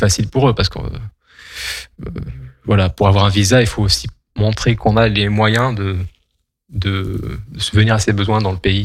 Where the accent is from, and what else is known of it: Algeria; moved away as an adult; now in France